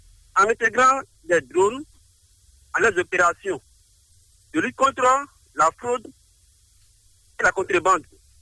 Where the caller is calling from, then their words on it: Cotonou, Littoral, Benin; Je vous appelle depuis Kadi, à Cotonou.